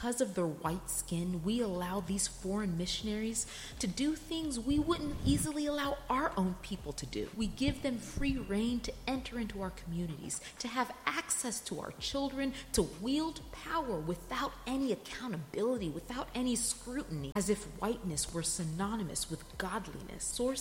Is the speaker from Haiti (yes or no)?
yes; Cap-Haïtien, Nord, Haiti; my hometown, Cap-Haïtien.